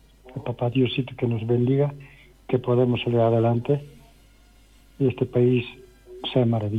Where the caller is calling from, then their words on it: Bolivia; Pero somos los bolivianos de buenas decisiones.